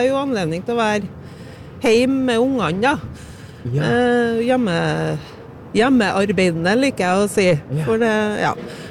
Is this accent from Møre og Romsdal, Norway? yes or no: no; Trøndelag, Norway; Ja, der det 60-70 innbyggere, der jeg kommer fra da, det hjemgården min, så det en trønders gårdsbruk.